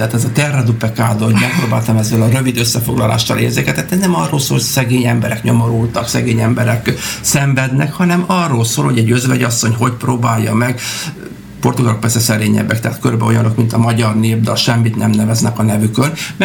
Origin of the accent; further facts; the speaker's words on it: Hungary; Magyarországról vagyunk, egyetemről vagyunk, ismerjük